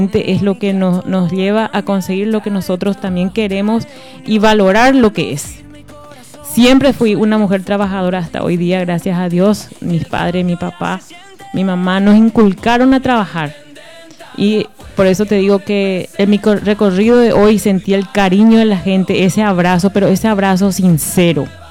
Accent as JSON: {"language": "Spanish", "town": "Nueva Alborada", "region": "Itapúa", "country": "Paraguay", "said": "Siempre somos, o sea que Alborada se caracteriza luego por ser gente guapa"}